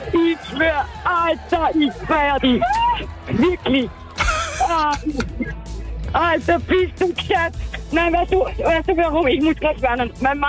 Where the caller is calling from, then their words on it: Korneuburg, Lower Austria, Austria; Ich komme aus Karl-Neuburg.